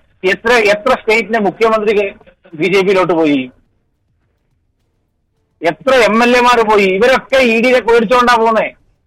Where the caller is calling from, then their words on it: Kodakkad, Kerala, India; ഞാൻ കാസർഗോഡ് ജില്ലയില് കൊടക്കാട്.